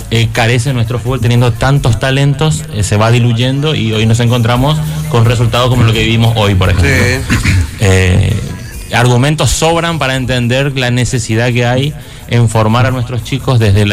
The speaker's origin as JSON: {"language": "Spanish", "country": "Paraguay", "also_born_or_lived": "Argentina", "moved": "as an adult", "said": "yo hice la carrera de entrenador en Argentina. Soy paraguayo, me fui hace 20 años en Argentina. Profesionalmente me formé ahí."}